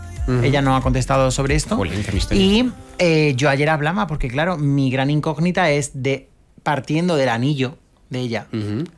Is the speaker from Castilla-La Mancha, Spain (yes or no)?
no; Pamplona, Navarre, Spain; pero si yo soy de Pamplona, ¿cómo me voy a poner yo una mecha californiana?